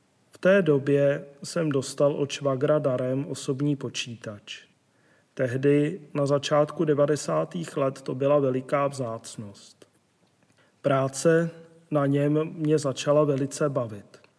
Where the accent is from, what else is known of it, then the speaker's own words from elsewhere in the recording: Prague, Czechia; Je mi 49 let a celý život bydlím v Praze.